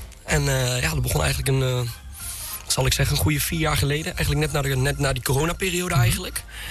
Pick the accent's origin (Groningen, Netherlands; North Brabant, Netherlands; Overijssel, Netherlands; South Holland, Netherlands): North Brabant, Netherlands; Bergen op Zoom; Ik kom uit Bergen op Zoom.